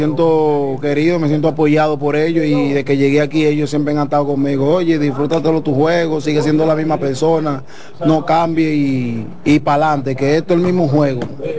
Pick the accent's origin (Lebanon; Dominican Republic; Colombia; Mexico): Dominican Republic; yo soy raíz haitiana, sí. Eso es naturalmente de parte madre y de parte padre. Yo soy nací en Dominicana, me crié en Dominicana, soy dominicano, pero mis raíces, todo el mundo sabe que yo soy haitiano.